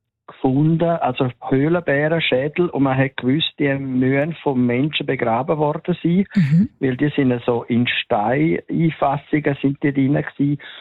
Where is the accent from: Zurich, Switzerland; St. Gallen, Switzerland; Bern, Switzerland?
St. Gallen, Switzerland; Vättis; born or raised there